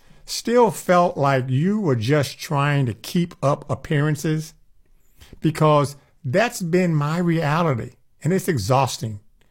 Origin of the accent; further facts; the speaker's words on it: New York City, New York, United States; Even as a young kid growing up in New York City, you know, where life is fast, life is hard